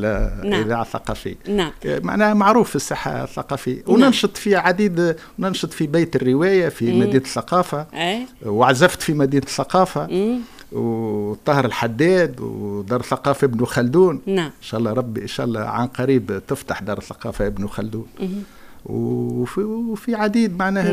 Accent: Sbeitla, Kasserine Governorate, Tunisia; now in Tunis, Tunisia; في مدينتي سبيطلة

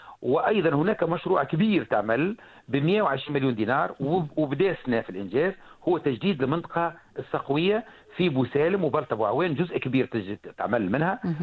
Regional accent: Tunisia; ماخذينه تو 3 مقاولين من اكبر المقاولين اللي عندنا في تونس وينجزوا فيه

